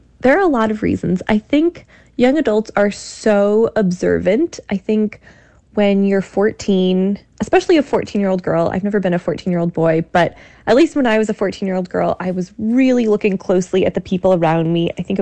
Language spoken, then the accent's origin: English; Iowa City, Iowa, United States; Iowa City was such a cool place to grow up as a writer and a kid who was into writing